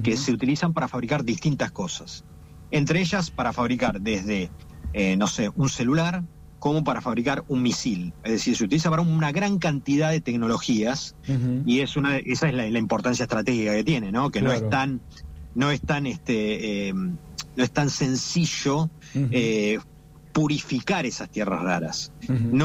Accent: Argentina

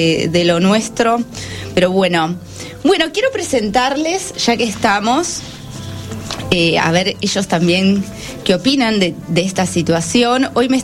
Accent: Argentina; Es algo que siempre nos caracteriza como argentinos, recibir con los brazos abiertos.

